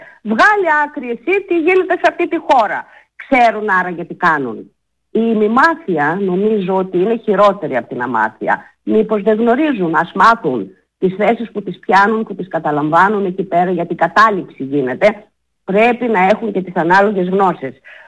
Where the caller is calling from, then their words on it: Greece; σαν Ελληνίδα μάνα